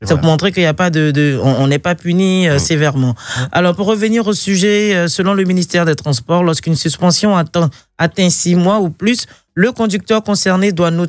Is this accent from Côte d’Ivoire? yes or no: yes; Côte d’Ivoire; en tant qu'Ivoirienne et citoyenne